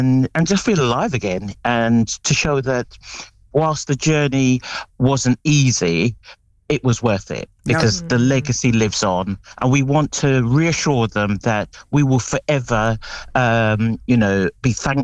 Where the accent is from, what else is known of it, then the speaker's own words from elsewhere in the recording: United Kingdom; So I'm first generation British.